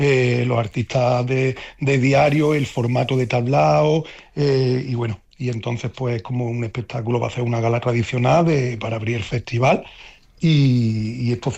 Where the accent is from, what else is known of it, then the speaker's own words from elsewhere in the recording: Andalusia, Spain; mi pueblo es muy bonito, no porque sea mi pueblo, pero mi pueblo es muy bonito y es verdad que la comarca de los pueblos blancos es muy bonita